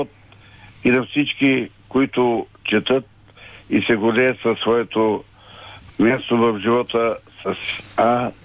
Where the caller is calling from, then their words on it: Teteven, Lovech Province, Bulgaria; от Тетрен.